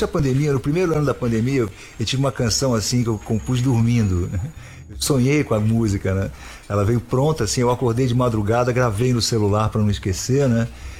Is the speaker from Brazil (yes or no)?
yes; São Paulo, Brazil; now in Rio de Janeiro, Brazil; prazer estar aqui na Band, aqui na nossa, na minha terra, né, São Paulo. Muito tempo que eu não venho aqui, mas sempre muito bom estar em casa.